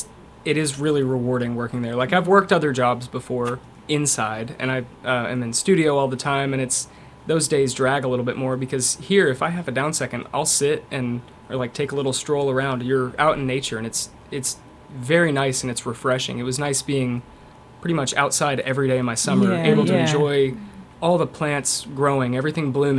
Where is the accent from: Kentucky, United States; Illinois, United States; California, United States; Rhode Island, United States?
Kentucky, United States; Lexington; I'm from Lexington.